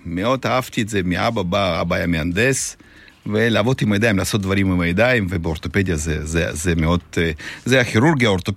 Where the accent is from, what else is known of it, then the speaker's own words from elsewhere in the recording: Russia; now in Israel; במקור מברית המועצות.